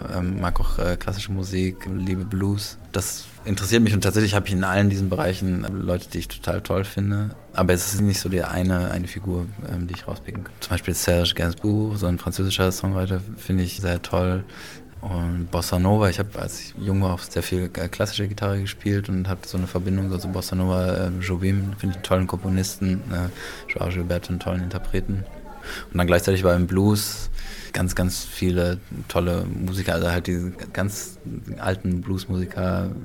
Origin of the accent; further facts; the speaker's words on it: North Rhine-Westphalia, Germany; moved away as an adult; now in Berlin, Germany; ich bin in NRW aufgewachsen, bin jetzt aber schon mehr als 10 Jahre in Berlin. Also langsam werde ich Berliner. Aber genau, mit dem Akzent. Also tatsächlich da, wo ich herkomme, da gibt es so einen gewissen Akzent, aber der ist auch nicht so stark ausgeprägt.